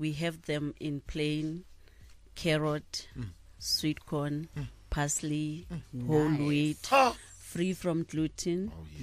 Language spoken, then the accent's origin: English; Limpopo, South Africa; I'm from Limpopo.